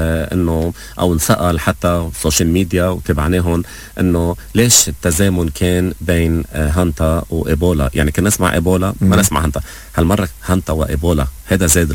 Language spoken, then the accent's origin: Arabic; Lebanon; بروفيسور نحن بهمنا كلبنانية نحصن أنفسنا